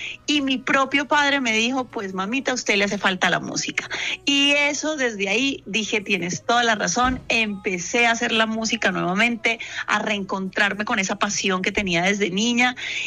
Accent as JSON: {"language": "Spanish", "town": "Valledupar", "region": "Cesar", "country": "Colombia", "tie": "born there", "also_born_or_lived": "Manizales", "said": "yo nací en Valledupar, pero mi familia es de Manizales"}